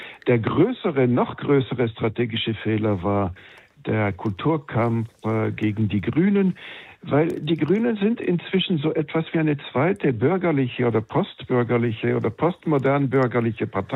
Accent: Switzerland; in gut regierten Ländern wie zum Beispiel meiner Heimat der Schweiz

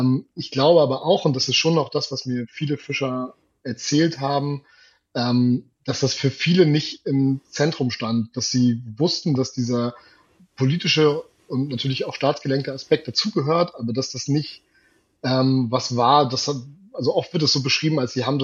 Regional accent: Rostock, Mecklenburg-Vorpommern, Germany; Also ich bin in Rostock geboren, 1989. Meine gesamte Familie kommt aus dem Schiffbau.

